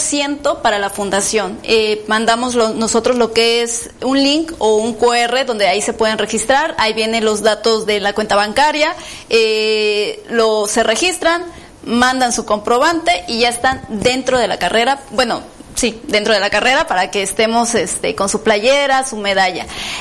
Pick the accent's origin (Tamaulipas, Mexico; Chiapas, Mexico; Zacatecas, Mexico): Chiapas, Mexico; ya que somos de Chiapas